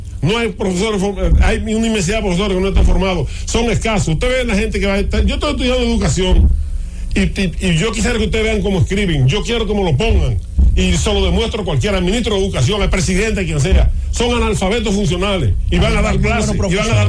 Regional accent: Dajabón, Dominican Republic; born there; en Dajabón, en mi pueblo.

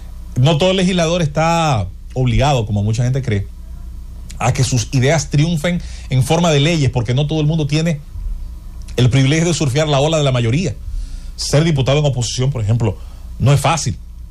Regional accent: Azua, Dominican Republic; born there; moved away; a uno le duele irse donde uno nace. Yo salí de mi pueblo en el 96

